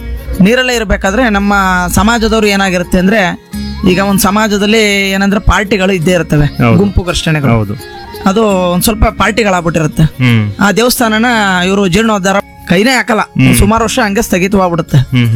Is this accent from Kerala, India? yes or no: no; Sargur, Karnataka, India; ನಾವು ಸಂತೆ ಸರಗೂರು ನಿವಾಸಿಗಳು, 10ನೇ ವಾರ್ಡು, ತೊಗಟವೀರ ಸಮಾಜ.